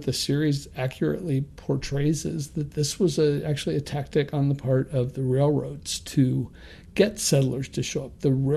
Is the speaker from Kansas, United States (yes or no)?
yes; Wichita, Kansas, United States; So I grew up in Kansas, in Wichita, and these books were all around when I was a kid